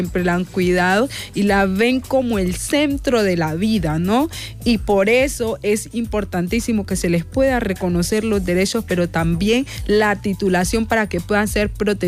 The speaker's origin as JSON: {"language": "Spanish", "country": "Colombia", "said": "Bueno, yo soy colombiana y en respecto al tema de los hermanos indígenas, claramente yo soy afro"}